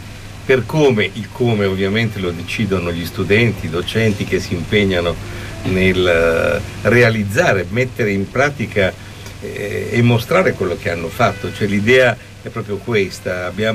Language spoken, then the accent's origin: Italian; Milan, Lombardy, Italy; moved away as an adult; now in Bologna, Italy; lo dico da fuorisede perché io ho studiato a Bologna ma vengo da Milano